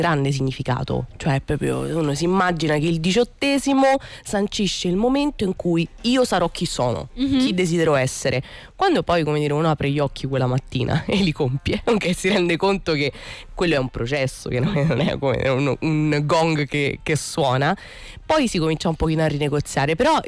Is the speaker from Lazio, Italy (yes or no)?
yes; Lazio, Italy; lo dico da Ciociara